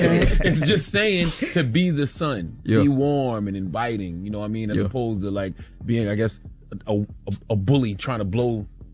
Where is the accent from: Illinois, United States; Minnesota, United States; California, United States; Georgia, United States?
Georgia, United States; Atlanta; I'm from Atlanta.